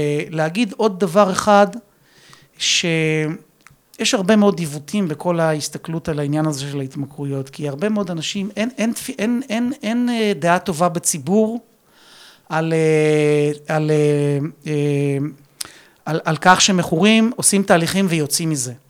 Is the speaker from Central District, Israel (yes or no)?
yes; Rishon LeZion, Central District, Israel; born there; אני נולדתי ברמת אליהו, שזו שכונה של ראשון